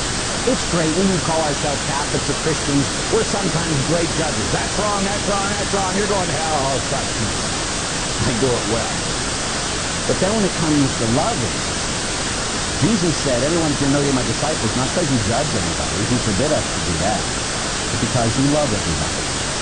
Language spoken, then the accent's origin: English; Pittsburgh, Pennsylvania, United States; I grew up in Pittsburgh, huh?